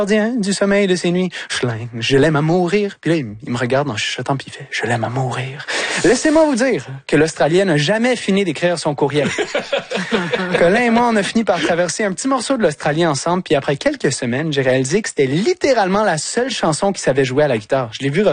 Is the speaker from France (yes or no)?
no; Canada; Je joue la carte de je suis un Canadien français d'Amérique, poète ambulant